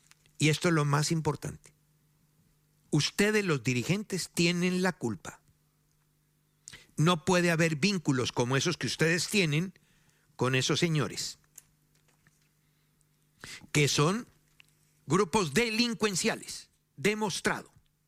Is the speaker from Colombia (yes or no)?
yes; Bogotá, Colombia; born there; porque nací en Bogotá, no puedo entrar a los estadios de Medellín